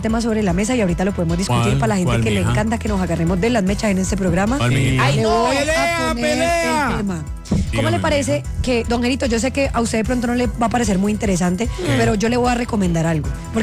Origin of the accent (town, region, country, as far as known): Colombia